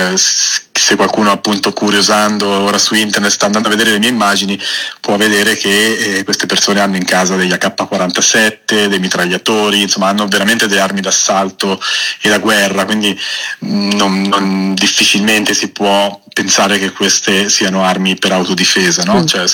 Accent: Castiglion Fiorentino, Tuscany, Italy; Castiglion Fiorentino, che è il paesello dove sono nato e cresciuto in Toscana

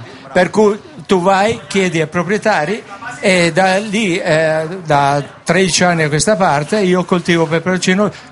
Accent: Mori, Trentino-Alto Adige, Italy; vengo da Mori, vicino a Rovereto

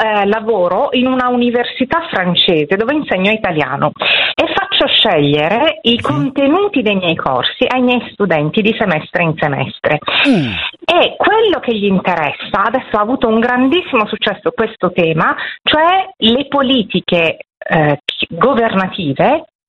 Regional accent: Matera, Basilicata, Italy; also born or lived in Milan; No, io sono materana, ma mio marito è lombardo.

